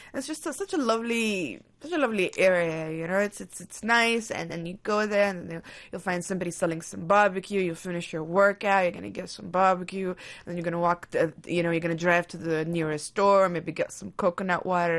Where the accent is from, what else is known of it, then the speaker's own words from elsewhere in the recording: Muscat, Oman; I'm from Al-Hil, okay, I stay in Al-Hil